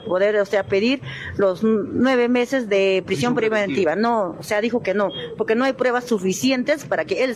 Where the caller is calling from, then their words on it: Huasahuasi, Junín, Peru; de mi pueblo, que somos nosotros, somos guasaguacinos